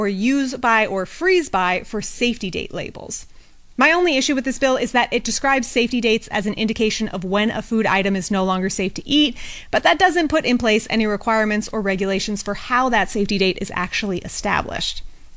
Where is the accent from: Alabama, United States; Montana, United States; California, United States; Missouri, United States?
California, United States; my home state of California